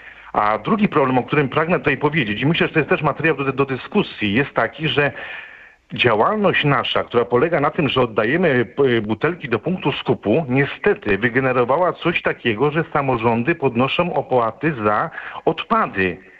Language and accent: Polish; Łódź, Łódź Voivodeship, Poland; Tak, jestem z Łodzi, jestem użytkownikiem